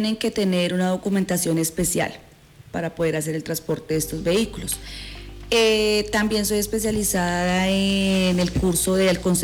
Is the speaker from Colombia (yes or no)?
yes; Tolima, Colombia; now in Pensilvania, Colombia; vengo del municipio del Tolima.